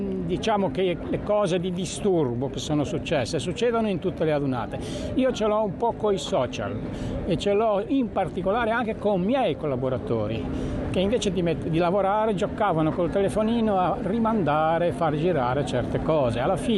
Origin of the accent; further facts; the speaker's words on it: Genoa, Liguria, Italy; Allora, noi siamo